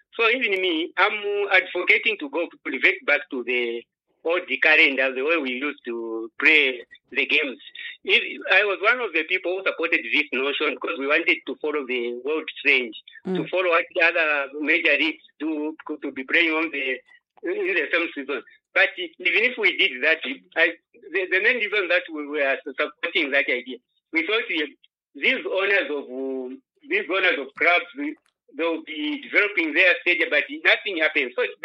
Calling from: Lusaka, Lusaka Province, Zambia; calling from Matero.

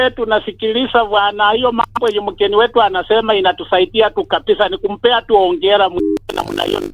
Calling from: Eldoret, Uasin Gishu County, Kenya; kutoka hapa Eldoret.

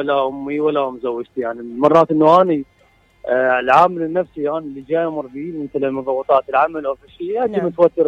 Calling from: Baghdad, Baghdad Governorate, Iraq; من بغداد.

